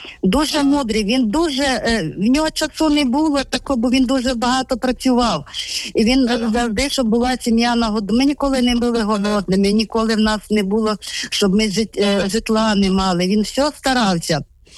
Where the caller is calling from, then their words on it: Vinnytsia, Vinnytsia Oblast, Ukraine; Я з Вінниці, з костьола Матері Божої Ангельської.